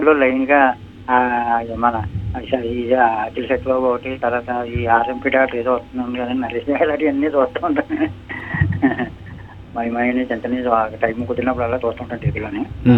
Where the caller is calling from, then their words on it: Durgada, Andhra Pradesh, India; మాది కాకినాడ జిల్లా దుర్గాడ సార్, అన్నవరం దగ్గర.